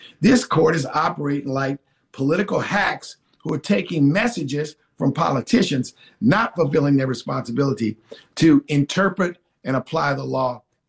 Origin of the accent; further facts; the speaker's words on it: Louisiana, United States; my own home state